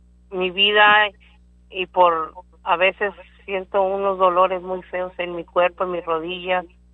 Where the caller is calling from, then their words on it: Donna, Texas, United States; De Donna.